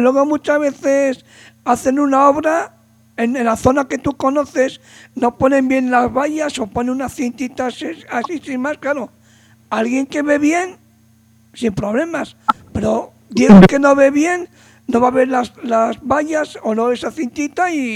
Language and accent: Spanish; Salvatierra, Basque Country, Spain; en Vitoria o en el pueblo que yo, donde yo me crié, en Salvatierra, ¿no? Que es el norte de España